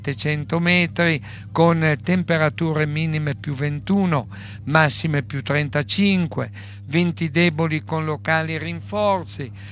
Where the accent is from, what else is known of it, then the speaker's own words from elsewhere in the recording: Emilia-Romagna, Italy; essendo un emiliano romagnolo